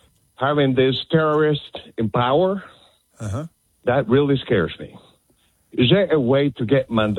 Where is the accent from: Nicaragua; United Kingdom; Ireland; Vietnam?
Nicaragua; English is a second language; moved away as an adult; also born or lived in Indiana; now in Centreville, Virginia, United States; I was born and raised in Nicaragua originally.